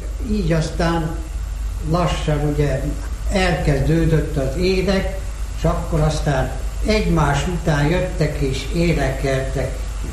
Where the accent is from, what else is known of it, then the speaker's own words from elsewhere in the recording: Jobbágytelke, Mureș County, Romania; Erdélyben, Maros-székén, jobbágytelkén születtem, kisdiák koromban. Marosvásárhelyen jártam gimnáziumban